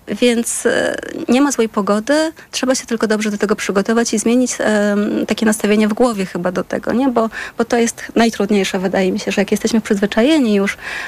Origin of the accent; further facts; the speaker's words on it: Janowiec, Lublin Voivodeship, Poland; Wychowałam się na wsi, w Janowcu nad Wisłą, w takiej małej miejscowości na Lubelszczyźnie, naprzeciwko Kazimierza Dolnego.